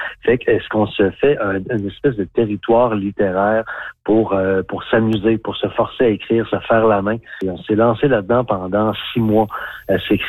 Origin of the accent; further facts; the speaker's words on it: Sainte-Anne-des-Monts, Quebec, Canada; moi, je viens de la Gaspésie, OK, Saint-Anne-des-Monts pour être plus précis